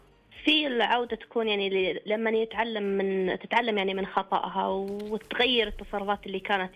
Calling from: Taif, Makkah Province, Saudi Arabia; أنا أكلمكم من الطائف

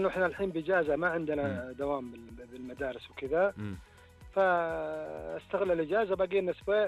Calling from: Unaizah, Al-Qassim, Saudi Arabia; انا من عنيزة.

